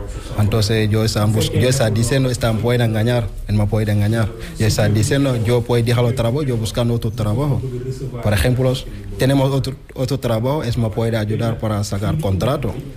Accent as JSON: {"language": "Spanish", "country": "Senegal", "second_language": "Spanish", "lives_now": "Spain"}